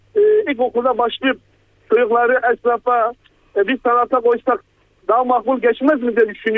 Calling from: Adana, Turkey; Adana'dan arıyorum.

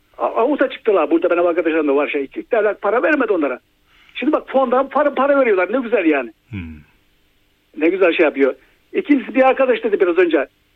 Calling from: Istanbul, Turkey; ben İstanbul'dan.

